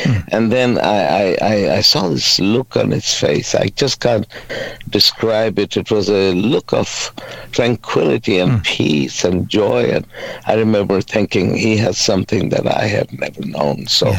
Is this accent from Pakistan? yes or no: yes; Pakistan; born or raised there; also born or lived in Bangladesh